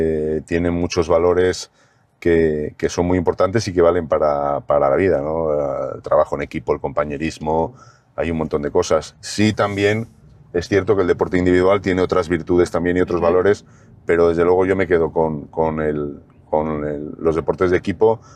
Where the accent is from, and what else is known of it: León, Castile and León, Spain; born there; also born or lived in Mexico / Villasimpliz de Gordón